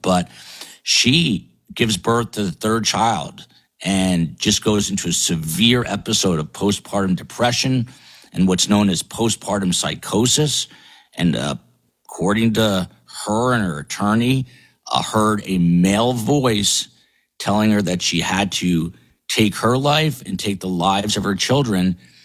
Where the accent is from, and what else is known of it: New Jersey, United States; born or raised there